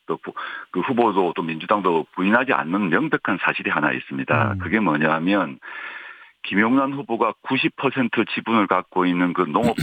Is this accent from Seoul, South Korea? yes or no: no; Busan, South Korea; moved away; 제 고향이 부산인데